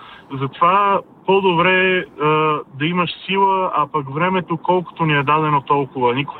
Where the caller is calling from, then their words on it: Sofia, Sofia City, Bulgaria; Добро утро … от София, драго ми.